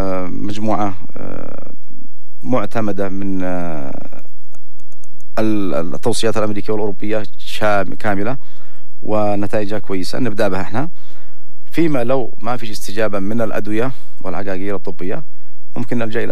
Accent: Yemen; عندنا في اليمن

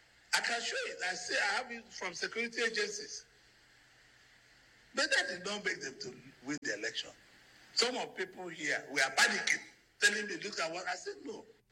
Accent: Nigeria

